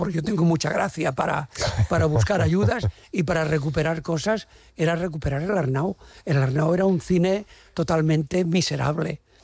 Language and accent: Spanish; Jumilla, Region of Murcia, Spain; born there; Yo soy de Jumilla